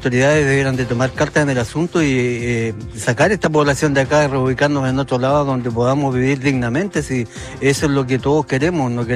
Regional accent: Chile; Y como chilenos nos merecemos una vivienda digna y vivir en tranquilidad.

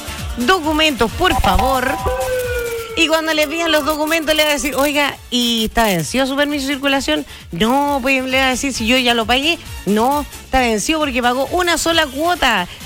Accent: Chile

